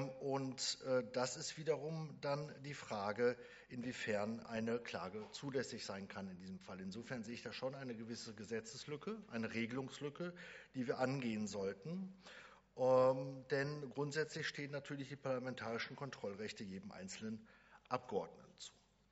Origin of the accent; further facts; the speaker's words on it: Schleswig-Holstein, Germany; Ich komme zum Beispiel aus Nordfriesland.